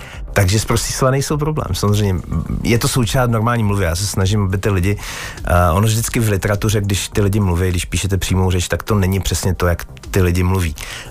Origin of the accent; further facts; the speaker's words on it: Moravian-Silesian Region, Czechia; Já jsem z Bruntálska, takže u nás se samozřejmě mluvím sprostě. Taky jsem studoval v Opavě, působil jsem v Ostravě